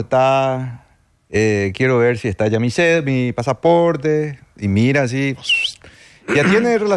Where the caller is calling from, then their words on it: Asunción, Paraguay; yo soy de Asunción, tengo auto, hasta cierto punto dispongo de mi tiempo